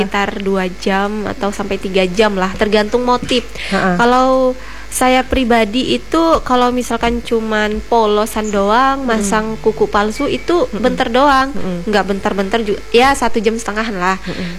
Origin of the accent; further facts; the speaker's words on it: Parang Batang, Central Kalimantan, Indonesia; Ya di kampung saya juga.